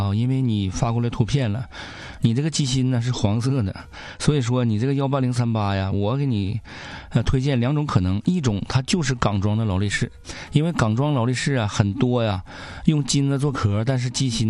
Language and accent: Chinese; Northeast China, China; accent: Northeastern Mandarin; 用我们东北话呀